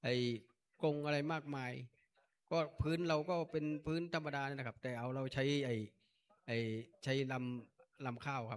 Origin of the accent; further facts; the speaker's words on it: Chiang Rai, Thailand; เชียงรายครับ